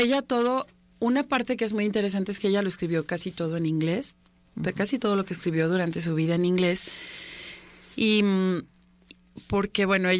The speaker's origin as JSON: {"language": "Spanish", "country": "Mexico", "said": "para uno como mexicano"}